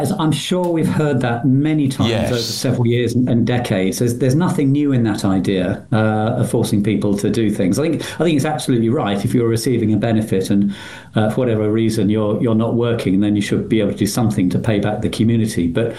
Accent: United Kingdom; now in France; I regard myself as British. So even if I'm a British person living in France, I want to retain my British citizenship.

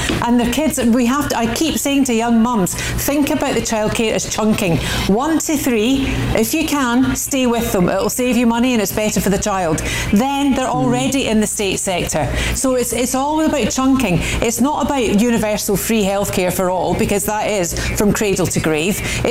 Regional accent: Scotland, United Kingdom; Clearly, I'm Scottish, but I am supporting England now.

